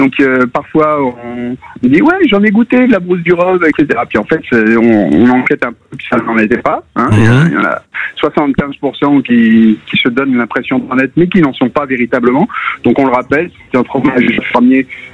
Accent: Lyon, Auvergne-Rhône-Alpes, France; moved away; je suis lyonnais d'origine

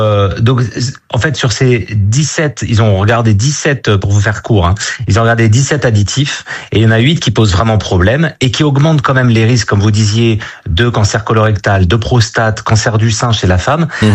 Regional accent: Brittany, France; born there; Je tiens à dire quand même que moi, je suis né en Bretagne et mon grand-père était charcutier.

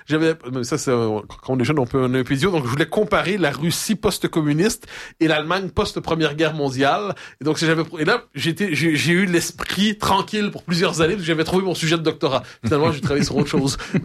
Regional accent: Quebec, Canada; Je suis un jeune Québécois de 1980.

